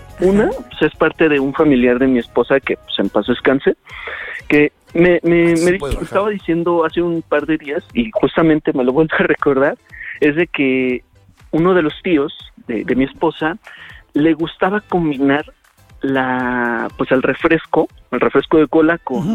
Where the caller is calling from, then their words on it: Atizapán de Zaragoza, State of Mexico, Mexico; Les hablo de la bonita ciudad de Atizapán de Zaragoza, Estado de México.